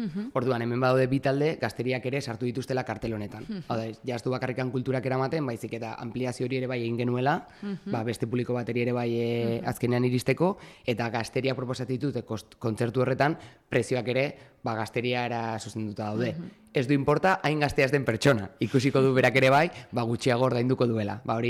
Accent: Irun, Basque Country, Spain; Hau begira, ba, Irundarra naiz, orain dela mar urte

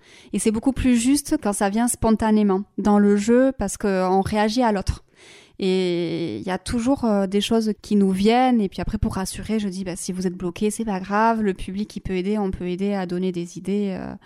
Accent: Bayonne, Nouvelle-Aquitaine, France; first language Basque and French; also born or lived in Anglet; il est Euskaldun Berri, et ma mère est d'à côté de Saint-Jean-Pied-de-Port. Et après, moi j'ai grandi sur la côte, à Bayonne et Anglette, et après j'ai été à Likastola aussi. Voilà. Par contre, je ne parle plus le basque de ma mère, qui est le manège

